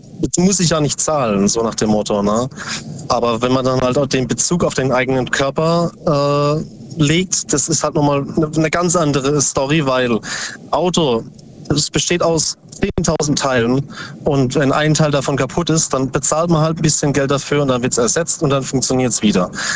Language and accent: German; Bruchsal, Baden-Württemberg, Germany; Aus Upstadt Bayer, nee, Bruchsal.